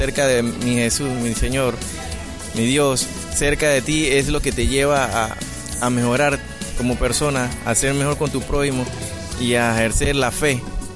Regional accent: Panama; Así que en mi país se usa el acordeón. Entonces quería identificarme como panameño.

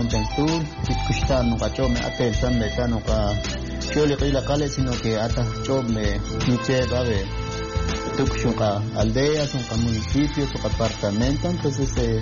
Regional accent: El Quiché, Guatemala; En mi dialecto, porque soy Ixil.

